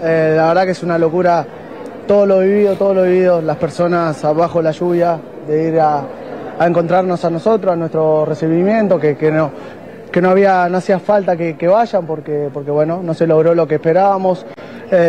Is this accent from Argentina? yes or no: yes; Argentina; nosotros somos argentinos